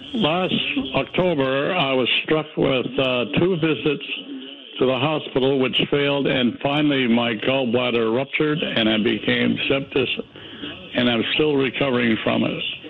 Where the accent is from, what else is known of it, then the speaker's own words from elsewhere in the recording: Campbellton, New Brunswick, Canada; now in Fredericton, Canada; But I grew up in Campbellton. We won the Maritime Junior Hockey Championship in 1960.